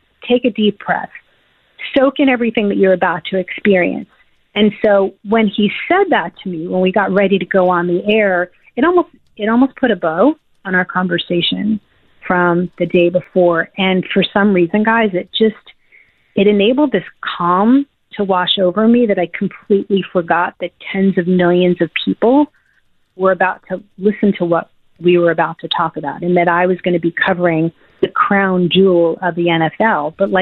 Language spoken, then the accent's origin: English; New Jersey, United States; Like, I grew up in New Jersey, and we were just all about, like, you know, disco and hip hop.